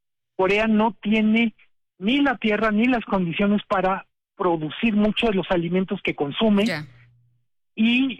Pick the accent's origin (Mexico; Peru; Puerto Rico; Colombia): Mexico